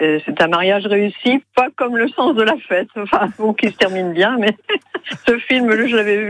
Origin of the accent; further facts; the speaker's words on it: Hauts-de-France, France; now in Le Bugue, France; je suis originaire du Nord